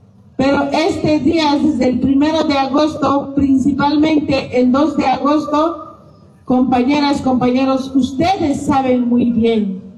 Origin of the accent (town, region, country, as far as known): Bolivia